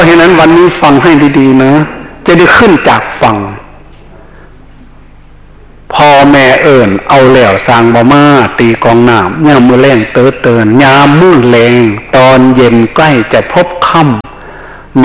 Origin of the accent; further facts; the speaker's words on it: Isan, Thailand; อีสานบ้านเรานี่นะขอพูดภาษาลาวสักครั้งหนึ่ง